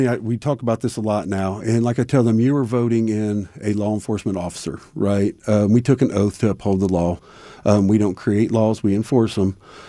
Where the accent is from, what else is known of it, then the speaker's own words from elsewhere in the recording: United States; I was born and raised in Marion County.